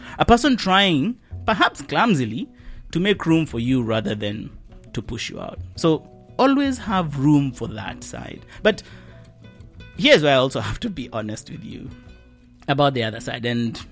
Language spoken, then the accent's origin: English; Kenya; now in Vancouver, Canada; But growing up in Kenya, never.